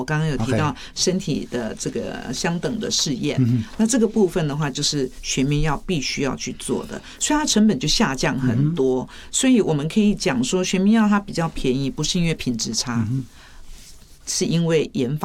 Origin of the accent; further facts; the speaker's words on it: Taiwan; 我们台湾人